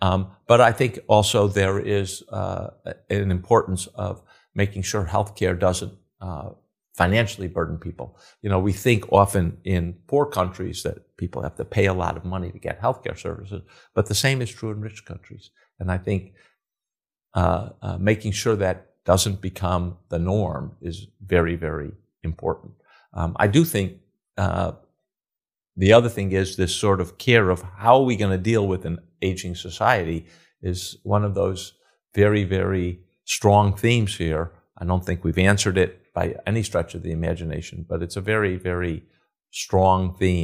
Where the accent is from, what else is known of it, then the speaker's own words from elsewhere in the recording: Chicago, Illinois, United States; I said that I was from Chicago. We actually grew up in the city round about the same time. He was on the south side. I was on the north side.